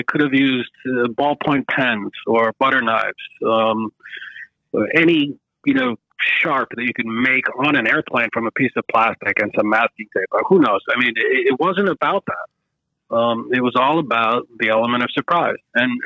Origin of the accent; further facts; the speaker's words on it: Boston, Massachusetts, United States; here at my hometown airport, Boston Logan